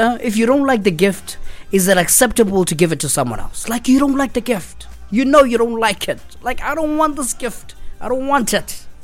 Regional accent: George, Western Cape, South Africa; No, I'm from George.

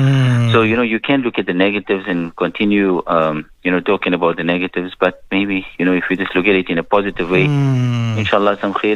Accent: South Africa; It's the only citizenship that we hold. I mean, we are South African. And we say it with pride, you know.

